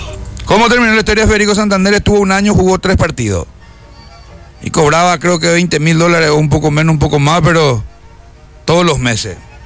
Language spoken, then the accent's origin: Spanish; Luque, Central, Paraguay; born there; qué lástima que nací en Luque